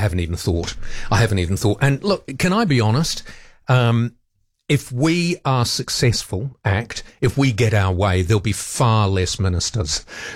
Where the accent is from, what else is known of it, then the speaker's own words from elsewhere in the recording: New Zealand; the same morals and views and ideals and society that I was brought up in New Zealand.